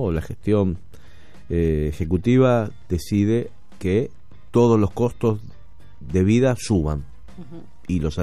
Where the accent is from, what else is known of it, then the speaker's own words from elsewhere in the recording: Argentina; Somos argentinos, ¿no?